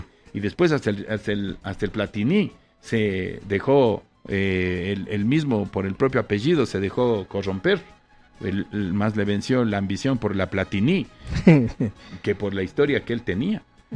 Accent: Ecuador; y aceptaremos como buenos ecuatorianos.

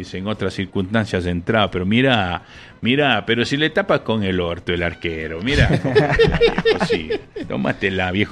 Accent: Ecuador; somos ecuatorianos

